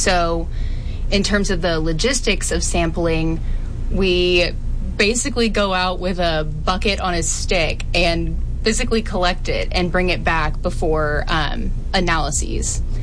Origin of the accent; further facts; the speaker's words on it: Shreveport, Louisiana, United States; So I'm from Shreveport, Louisiana, and I went to Ole Miss for undergrad